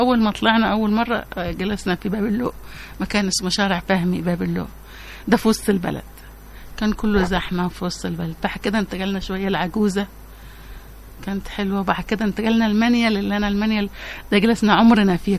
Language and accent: Arabic; Yemen; Arabic is a second language; فكنا نقوم، كنت أقوم أنا قول يمنية، في واحدة سودانية، واحد تقوم فلسطينية تقول فلسطينية، فكان أنت يمنية كلامش مش باين أنا يمني